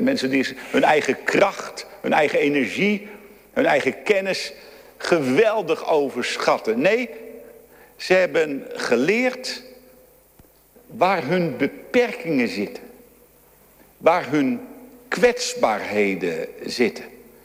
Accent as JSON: {"language": "Dutch", "town": "Amsterdam", "region": "North Holland", "country": "Netherlands", "said": "ik ben een Amsterdamse jongen. En in de stad wonend"}